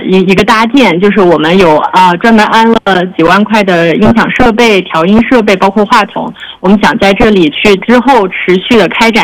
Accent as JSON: {"language": "Chinese", "region": "Xinjiang", "country": "China", "tie": "born or raised there", "said": "然后现在的这个地点是在新疆伊犁，在我们的工作室。"}